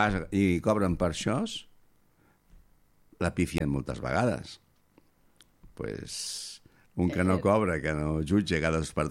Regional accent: Barcelona, Catalonia, Spain; moved away as an adult; now in Argentona, Spain; Jo sóc de Barcelona i encara que porto molt temps aquí, tant en quant se m'escapa una espanyolada.

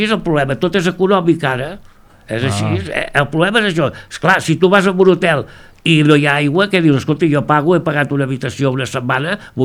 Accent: Catalonia, Spain; i del Maresme.

